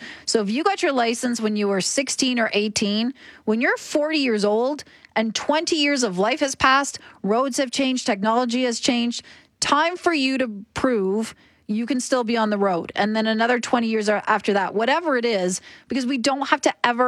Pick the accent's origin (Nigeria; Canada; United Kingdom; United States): Canada; Oshawa, Ontario; I was born and raised in Oshawa, Ontario. We didn't have traffic circles or roundabouts, so I didn't grow up in them.